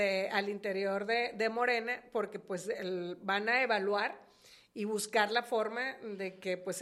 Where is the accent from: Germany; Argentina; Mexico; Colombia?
Mexico; Ohuira, Sinaloa; Yo de Ohuira.